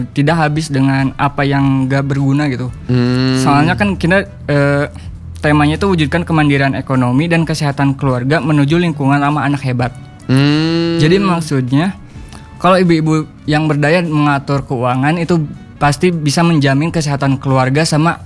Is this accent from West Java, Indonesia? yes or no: yes; Sumedang, West Java, Indonesia; now in Bandung, Indonesia; Saya dari Sumedang.